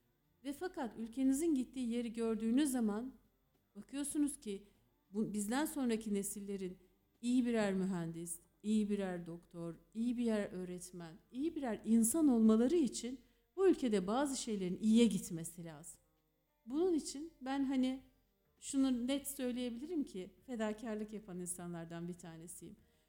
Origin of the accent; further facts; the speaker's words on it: Aydın, Turkey; Aydınlıyım, evet.